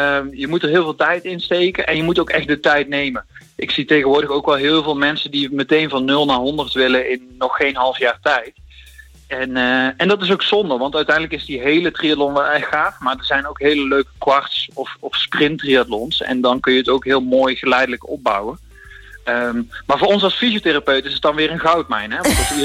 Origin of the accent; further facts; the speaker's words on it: Arnhem, Gelderland, Netherlands; ik kom zelf uit Arnhem en ik heb zelf in de bush in Arnhem mogen trainen.